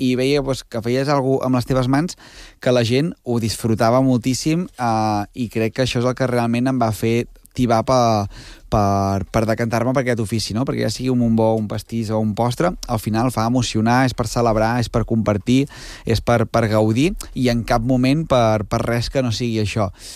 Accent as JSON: {"language": "Catalan", "town": "Santa Eulàlia de Riuprimer", "region": "Catalonia", "country": "Spain", "said": "jo soc de l'altra banda d'Osona. Soc de Santa Eulàlia, Riu Primer"}